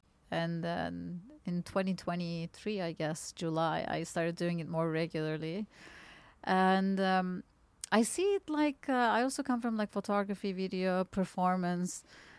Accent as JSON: {"language": "English", "region": "Istanbul", "country": "Turkey", "moved": "as an adult", "lives_now": "Berlin, Germany", "said": "I come from Turkey and I did not do comedy back when I lived in Istanbul. I moved here for my studies and."}